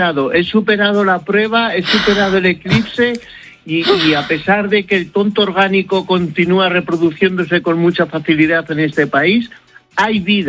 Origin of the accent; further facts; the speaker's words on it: Villacastín, Castile and León, Spain; los huevos fritos son de huevo Velasco, que son los huevos que se hacen en mi pueblo, en Villacastín, con boletus, se hacen todo el año